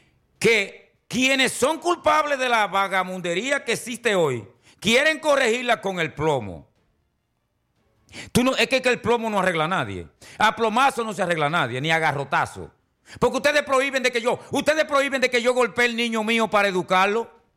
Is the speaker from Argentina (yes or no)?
no; Dominican Republic; born there; yo nací en La Loma